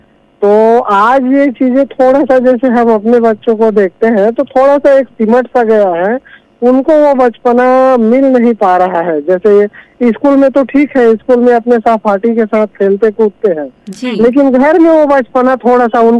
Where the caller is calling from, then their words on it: Chhattisgarh, India; हम आपके नियमित श्रोता … दुमे तरह छत्तीसगढ़ से बोल रहे हैं।